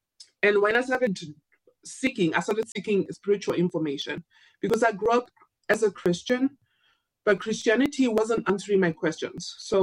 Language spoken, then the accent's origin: English; Zimbabwe; moved away as an adult; now in United States; I was my second year in the US. I'm from Zimbabwe. So I'm a college student in a foreign land.